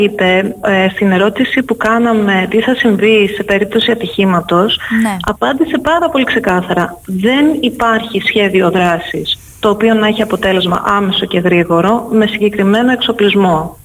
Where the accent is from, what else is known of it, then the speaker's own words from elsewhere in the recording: Netherlands; Είμαι από την Ολλανδία.